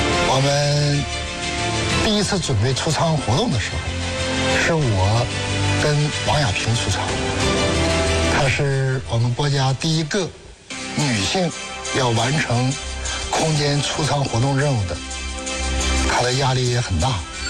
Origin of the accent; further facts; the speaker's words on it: China; 说明我们中国人十分关注我们祖国的航天事业